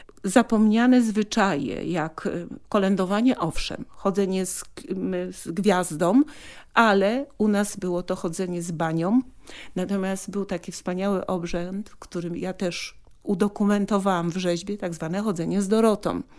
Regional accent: Lesser Poland, Poland; my jesteśmy górale babiogórscy

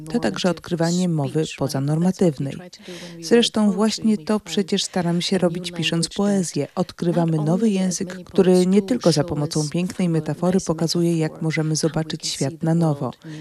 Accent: Germany; first language German; Polish is a second language; moved away as an adult; also born or lived in New York; wróciłam też do mojego dzieciństwa, które upłynęło w zasadzie jednojęzycznie. Dorastałam w Niemczech, moi rodzice są Niemcami.

